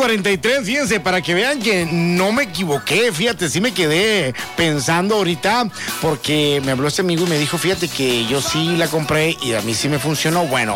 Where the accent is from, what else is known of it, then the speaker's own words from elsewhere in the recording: Navojoa, Sonora, Mexico; moved away; está bien feo el calorón por allá en mi tierra